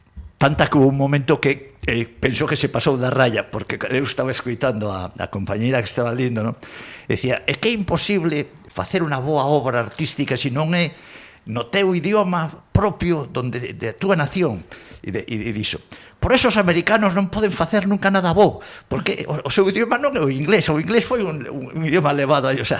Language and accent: Galician; Vigo, Galicia, Spain; first language Spanish; na miña casa se falaba básicamente en castelán, nos xesuitas de Vigo, onde estuve 11 años, se falaba absolutamente en castelán